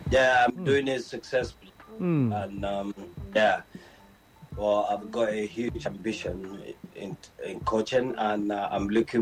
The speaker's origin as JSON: {"language": "English", "country": "Nigeria", "said": "I think we be grateful that we are Nigerian."}